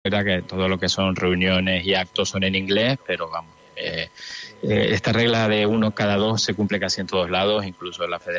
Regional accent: Tenerife, Canary Islands, Spain; now in Belmopan, Belize; yo soy de Tenerife.

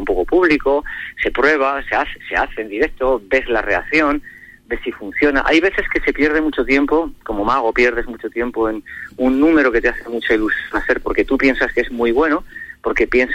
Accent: Medina del Campo, Castile and León, Spain; also born or lived in Ávila; Los vecinos de aquí de Medina del Campo, yo vivía en la calle de Las Farolas.

